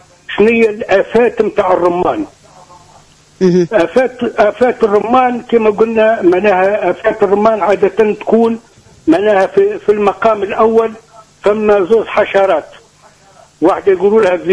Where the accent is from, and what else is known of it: Tunisia